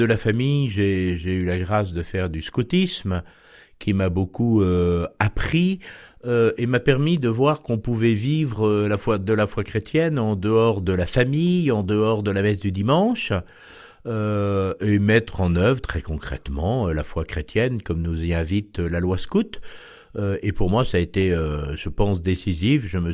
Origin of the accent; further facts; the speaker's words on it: Alençon, Normandy, France; born there; je suis normand d'origine, né à Alençon, baptisé dans les fonts baptismaux de Thérèse.